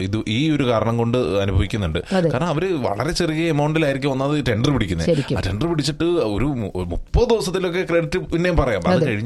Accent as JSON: {"language": "Malayalam", "area": "Ernakulam", "region": "Kerala", "country": "India", "said": "ഇപ്പൊ ഞങ്ങളുടെ നാട്ടിൽ എറണാകുളത്തൊക്കെ ഓർഡിനറി പോകുന്നുണ്ട്"}